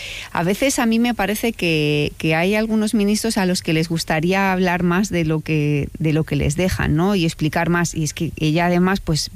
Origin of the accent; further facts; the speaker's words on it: Castilla-La Mancha, Spain; Y yo lo voy a ver en Albacete, en mi pueblo